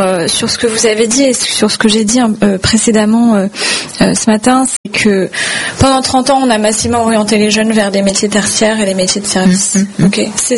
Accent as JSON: {"language": "French", "region": "Brittany", "country": "France", "tie": "born or raised there", "said": "J'ai grandi en Bretagne, et le pire que ma grand-mère pouvait dire"}